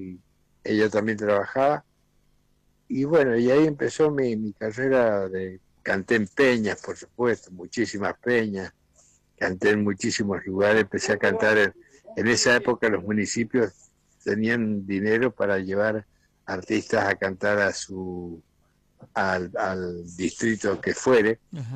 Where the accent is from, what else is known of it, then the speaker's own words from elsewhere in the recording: Mendoza, Argentina; soy el primer mendocino que logra llegar a obtener ese premio, ¿no?